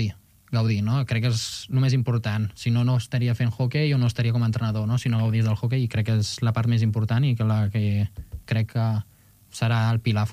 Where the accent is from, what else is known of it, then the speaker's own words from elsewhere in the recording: Arenys, Catalonia, Spain; now in Lleida, Spain; tinc alguna cosa més d'Arenys allà a l'habitació, que al final també em recorda d'on soc, quin és el meu origen